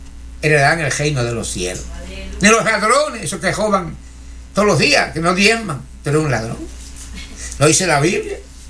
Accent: Puerto Rico; Hasta que yo vine de Puerto Rico estaba viva todavía.

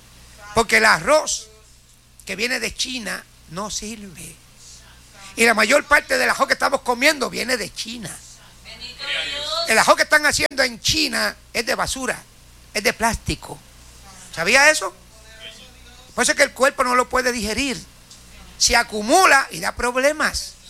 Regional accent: Puerto Rico; moved away; llevar la palabra en cada esquina, en cada rincón de mi pueblo.

